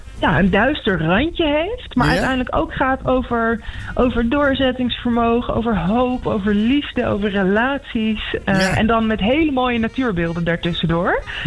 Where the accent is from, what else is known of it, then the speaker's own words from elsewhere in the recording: Amsterdam, North Holland, Netherlands; volgende week in de Melkweg in Amsterdam. Dat is ook mijn thuisstad.